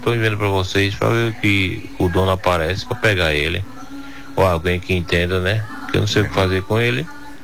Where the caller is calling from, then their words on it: Ribeira do Pombal, Bahia, Brazil; sou aqui de Ribeiro Pombal.